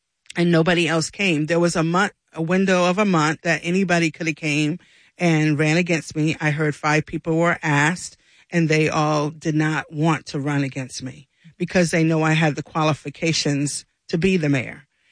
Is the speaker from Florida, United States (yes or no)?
yes; St. Augustine, Florida, United States; also born or lived in Newport, Rhode Island; I was born Black and I can't change that fact. But I was born and I was born here in St. Augustine. I attended school here in St. Augustine, but I also have some northern background. I lived in a town called Newport, Rhode Island